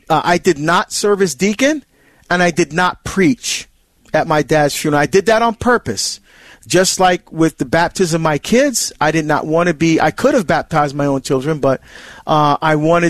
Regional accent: Barbados; very popular in my country, my home country of Barbados. In fact, when my daughter Angela and I go home, or when I, well, I call home Barbados, that's where I'm from, right?

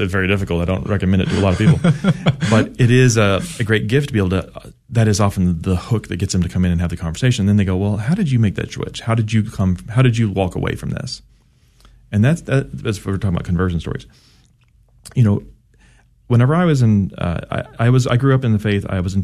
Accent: Cedar Hill, Texas, United States; also born or lived in Dallas, Texas; I was born in Dallas. I could see literally the place I was born outside the window. I grew up in Cedar Hill where we were a missionary church in a barn.

